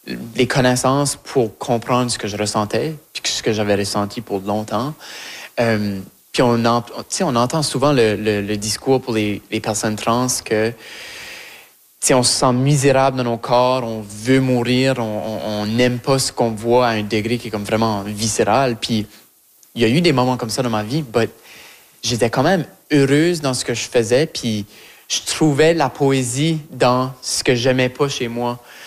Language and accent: French; Shediac, New Brunswick, Canada; accent: Chiac; que je parle Chiac, que j'ai grandi à Chédiac, que je suis acadienne, que je suis fière d'avoir un parcours à Moncton, au Nouveau-Brunswick.